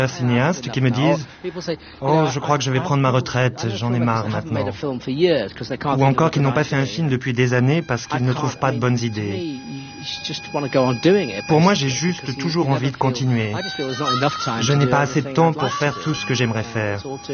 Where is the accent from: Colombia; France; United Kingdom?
United Kingdom; Manchester, North West England; French is a second language; J'ai grandi à Manchester. Dans un quartier où il y avait beaucoup de petits cinémas alentour